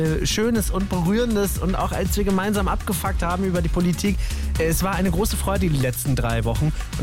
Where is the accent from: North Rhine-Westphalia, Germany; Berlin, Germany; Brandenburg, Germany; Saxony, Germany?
Berlin, Germany; Steglitz-Zehlendorf; Cecilia aus meiner Heimat, aus Steglitz-Zehlendorf